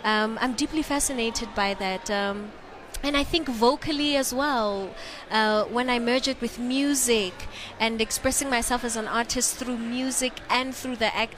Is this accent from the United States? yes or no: no; South Africa; being a South African actress on a South African set